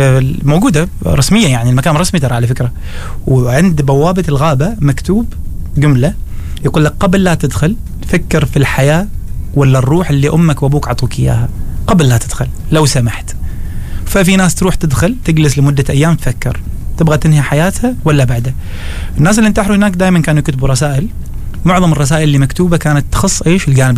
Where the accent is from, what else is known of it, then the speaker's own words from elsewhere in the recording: Oman; also born or lived in Japan; كعمانيين إحنا واجد يهمنا، فأنا قررت إني أرجع عمان